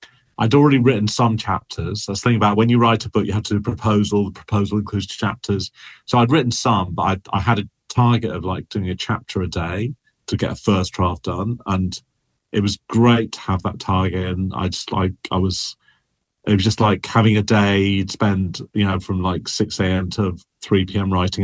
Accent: Texas, United States; now in San Francisco, United States

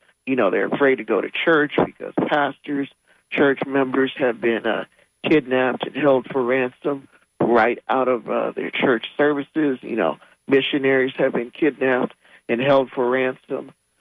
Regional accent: Haiti; Haiti, my home country, has spiraled into lawlessness.

